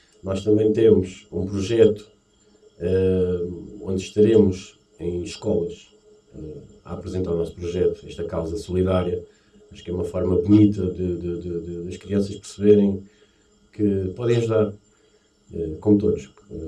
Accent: Setúbal, Portugal; moved away as an adult; now in Azeitão, Portugal; nasci e cresci na Quinta da Conha. Vivemos ali sensivelmente há 6 anos, mais ou menos

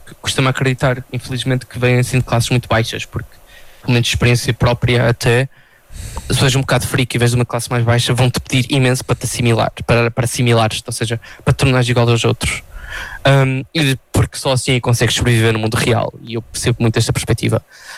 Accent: Portugal; eu vou dar um exemplo da minha terra, Cocoxães.

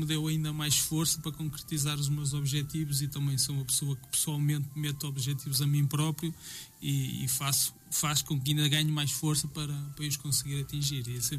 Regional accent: Portugal; eu sou daquelas pessoas que desde sempre sinto a terra com muita paixão. Hoje em dia já vivo-se num mundo global, mas eu ainda sou muito bairrista, então Bitarães para mim quer dizer muito e vai continuar a dizer sempre.

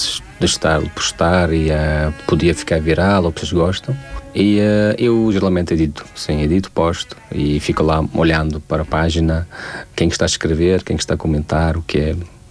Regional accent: Tajikistan; Portuguese is a second language; moved away as an adult; now in Portugal; já várias vezes expliquei que sou do Tajiquistão

